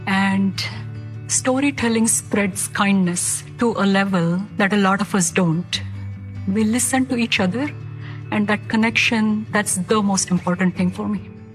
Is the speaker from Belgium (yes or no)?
no; India; now in Lancaster, United States; I'm from Lancaster, Pennsylvania, where I immigrated 25 plus years ago from India.